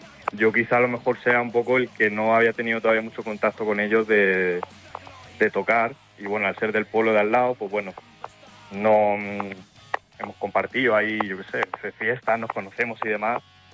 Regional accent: Villardompardo, Andalusia, Spain; Mi pueblo es Villardón Pardo.

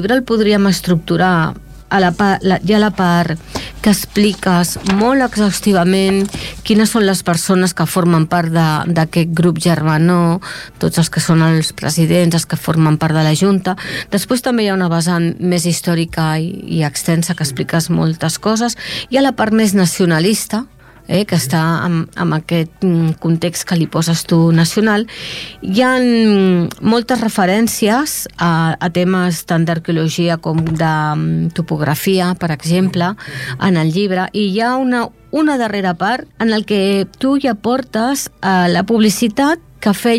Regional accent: Esplugues de Llobregat, Catalonia, Spain; Jo sóc de Can Clota, eh? Sí, i jo visc, jo visc al carrer del Sucre.

